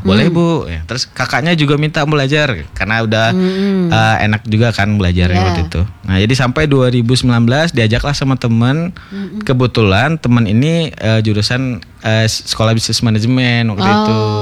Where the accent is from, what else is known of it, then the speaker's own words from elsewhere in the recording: West Sumatra, Indonesia; moved away as an adult; now in Bandung, Indonesia; Aku orang Sumatera Barat, Ibu.